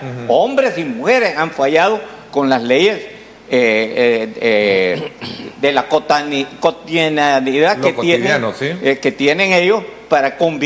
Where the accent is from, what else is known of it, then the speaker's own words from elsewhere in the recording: El Salvador; porque yo conozco varios casos en donde como somos salvadoreños, pues, nos emborrachamos todos los viernes